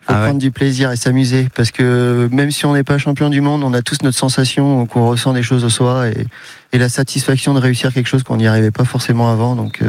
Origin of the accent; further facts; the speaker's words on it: Brittany, France; now in Anglet, France; Oui, moi je viens de la Bretagne